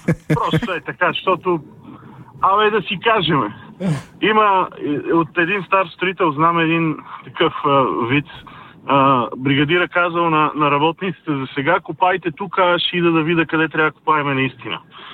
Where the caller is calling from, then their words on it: Sofia, Sofia City, Bulgaria; Добро утро … от София.